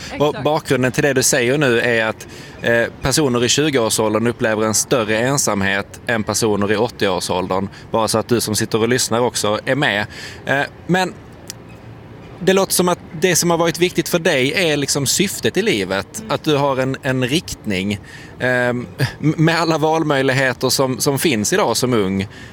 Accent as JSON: {"language": "Swedish", "region": "Västra Götaland County", "country": "Sweden", "moved": "yes", "lives_now": "Lund, Sweden", "said": "Jag är nedflyttad från Dalsland."}